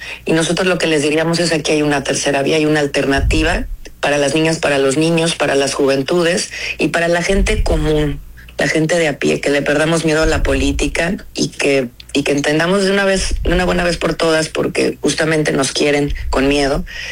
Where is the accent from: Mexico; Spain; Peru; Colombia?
Mexico; Nosotros somos la cuna del pacto social más importante que nos une como mexicanos, que es la Constitución.